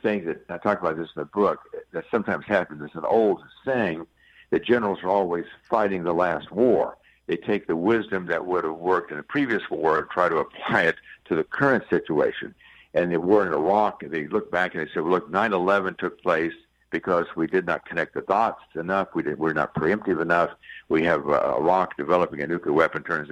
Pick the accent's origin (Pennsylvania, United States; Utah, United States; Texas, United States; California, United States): Texas, United States; I'm from Texas, very proud to be from Texas